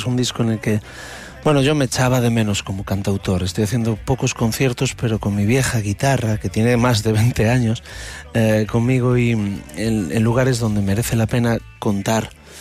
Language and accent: Spanish; Ferrol, Galicia, Spain; soy del 83 de Ferrol y hablar de salud mental a los de mi barrio, a los de Canido, a los del Muelle, es algo que no nos sentaba bien, ¿no?